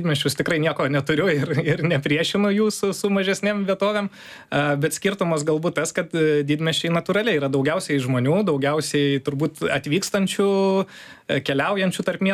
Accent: Panevėžys, Panevėžys County, Lithuania; born or raised there

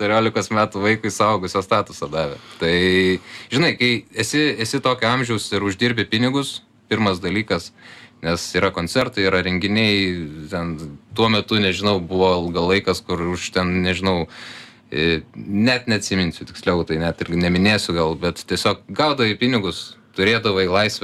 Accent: Kaunas, Kaunas County, Lithuania; nu užaugau Kaune

